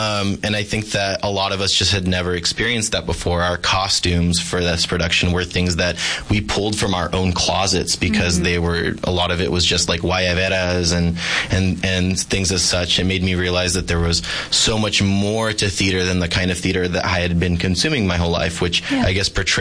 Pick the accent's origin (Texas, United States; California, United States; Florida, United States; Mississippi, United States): California, United States; Downey; and I was just doing community theater and doing productions out in towns like Whittier, near where I grew up in Downey.